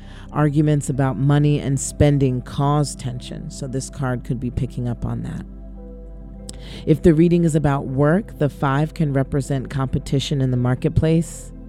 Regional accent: North Carolina, United States; accent: North Carolina; I don't know why I pull out my North Carolina accent when I'm being silly or I hide it.

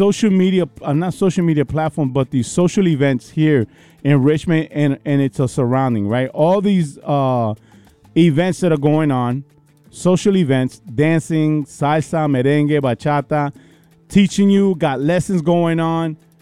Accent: Puerto Rico; moved away; I grew up in Puerto Rico and enjoyed my time with my family in Puerto Rico, in Arecibo and Bayamón.

